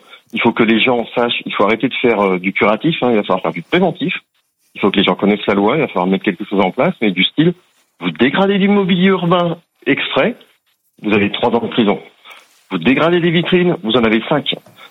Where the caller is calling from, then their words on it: Pays de la Loire, France; De la région d'Angers, dans le Maine-et-Loire.